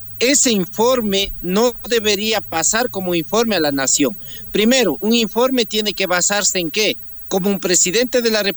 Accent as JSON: {"language": "Spanish", "country": "Ecuador", "said": "desde la comuna de Perapán, de donde soy yo."}